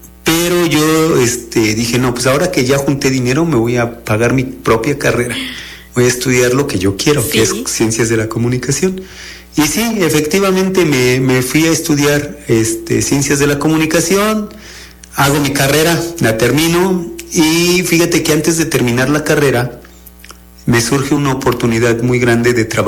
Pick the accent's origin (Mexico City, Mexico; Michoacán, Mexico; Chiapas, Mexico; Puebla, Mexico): Puebla, Mexico; Oriental; also born or lived in Xalapa; Pues yo nací en Jalapa, Veracruz, pero toda mi vida he vivido en Oriental.